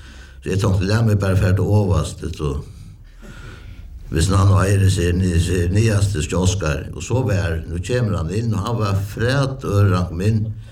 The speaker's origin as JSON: {"language": "Swedish", "country": "Faroe Islands", "said": "nej jag är inte norrman men jag kommer från en lille ösamfund uppe i norr. Färöarna."}